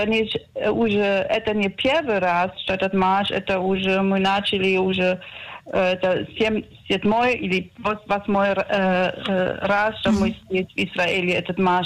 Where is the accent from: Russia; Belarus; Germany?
Germany; East Germany; Russian is a second language; now in Caesarea, Israel